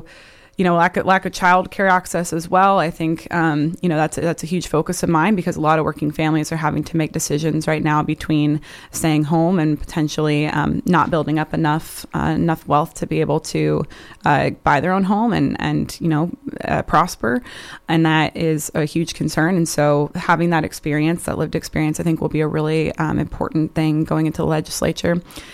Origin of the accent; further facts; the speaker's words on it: Sequim, Washington, United States; also born or lived in Seattle area; I grew up in Squim, Washington, and had the best time here. It's the community that raised me